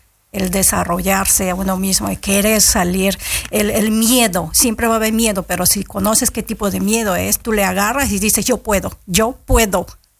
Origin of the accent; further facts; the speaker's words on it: Peru; moved away; yo salí de Perú con $100, una mochila y mi Biblia.